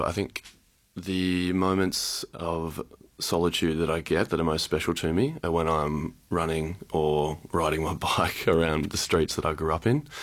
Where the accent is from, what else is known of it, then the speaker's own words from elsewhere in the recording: East Maitland, New South Wales, Australia; come to realise just how much history there is that's underappreciated around home and how really old my hometown is. And drive around East Maitland, there's 1840s homes